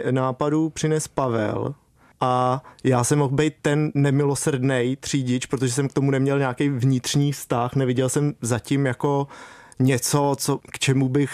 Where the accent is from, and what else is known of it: Lysá nad Labem, Central Bohemian Region, Czechia